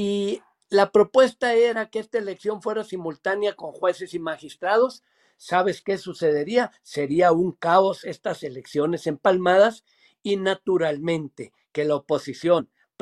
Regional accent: Chihuahua, Mexico; soy muy orgulloso de ser chihuahuense, de ser del estado

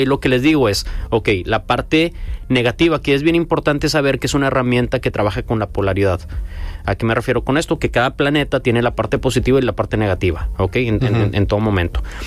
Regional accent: Mexico; Como buenos mexicanos no lo leemos

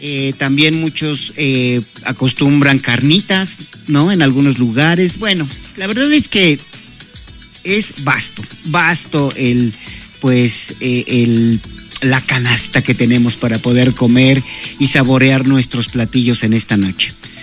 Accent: Mexico; imagínense qué bonito de verdad es estar celebrando que somos mexicanos, que somos personas trabajadoras

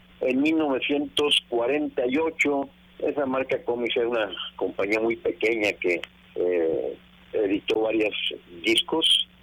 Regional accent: Nuevo Laredo, Tamaulipas, Mexico; Yo soy originario de Nuevo Laredo, Tamaulipas

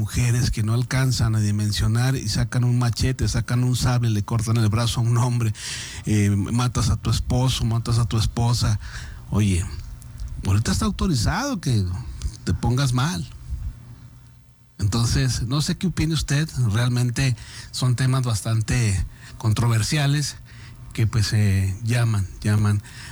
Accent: Mexico

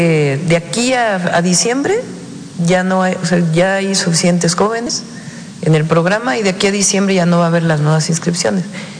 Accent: Mexico; Somos humanistas y somos mexicanos.

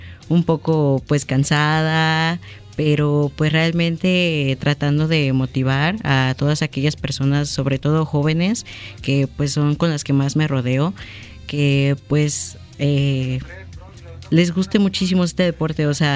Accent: Veracruz, Mexico; soy de Nablinco de Victoria, Veracruz. Y pues yo llevo aproximadamente 4 años compitiendo. Tengo 21 años

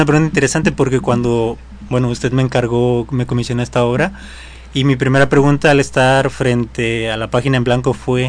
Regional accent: Atoyac de Álvarez, Guerrero, Mexico; yo vengo de una familia de Atoyac de Álvarez.

